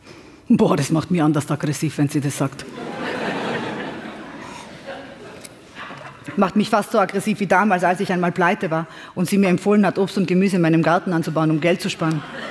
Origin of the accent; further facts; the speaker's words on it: Serbia; Und auf meiner Homepage, da steht, ich komme aus einem Ort namens Bička Materina ohne Autobahnanschluss in Serbien.